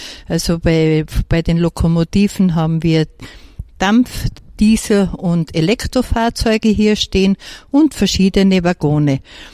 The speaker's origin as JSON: {"language": "German", "region": "Tyrol", "country": "Austria", "tie": "born or raised there", "said": "Ich bin ja keine gebürtige Osttirolerin, sondern ich bin an der Zillertalbahn aufgewachsen"}